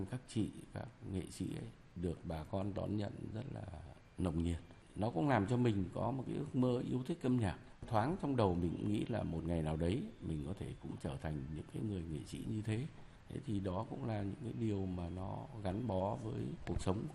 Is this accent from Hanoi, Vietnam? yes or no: yes; Hanoi, Vietnam; tôi thì được sinh ra và lớn lên tại Hà Nội, nhưng mà quê gốc thì ở Nam Định cũ, bây giờ là tỉnh Ninh Bình.